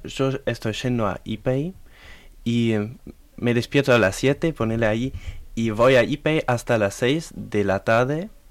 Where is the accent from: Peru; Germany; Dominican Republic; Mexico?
Germany; Spanish is a second language; Mi segundo nombre es re largo y re alemán. Bueno … soy de Alemania y... tengo 16 años.